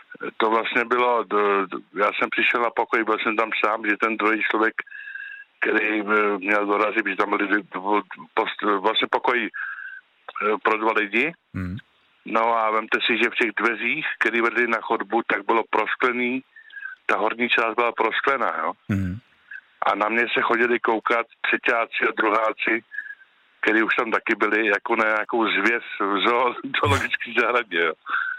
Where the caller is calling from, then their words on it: Sokolov District, Karlovy Vary Region, Czechia; já jsem ze Sokolovska